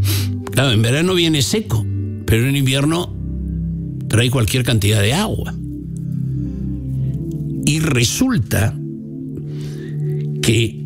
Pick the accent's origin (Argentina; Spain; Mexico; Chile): Spain; Castile and León; A la altura de mi pueblo. De mi pueblo y de otro pueblo que se llama Santiago del Molinillo.